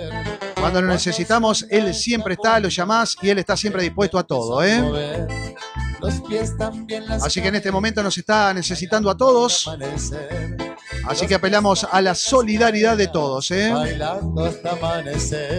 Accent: Uruguay; Soy uruguayo.

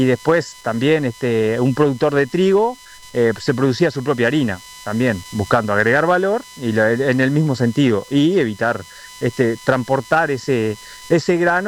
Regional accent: Uruguay; Mira, esta gira es, venimos desde Uruguay y algunos productores argentinos, en total cerca de 35, andamos a la vuelta acá.

